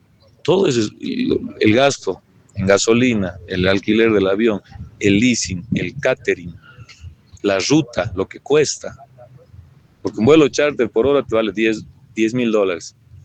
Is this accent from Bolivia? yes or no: yes; Bolivia; nosotros como bolivianos